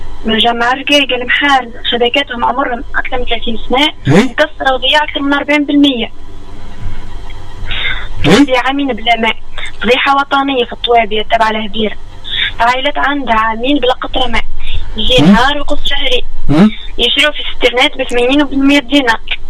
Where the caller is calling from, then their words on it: Hebira, Mahdia Governorate, Tunisia; عندنا اربع وخمس ايام في هبيره مركز العمادات، لا شرب لا غسيل